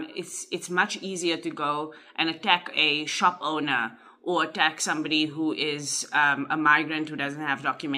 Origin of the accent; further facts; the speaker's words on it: South Africa; as South African people and African people in general, people the world over at this point, we are starting to lose faith in our ability to dismantle and attack systems